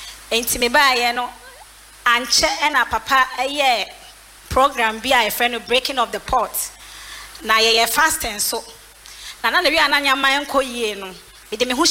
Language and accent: English; Greater Accra, Ghana; I'm from Community 8.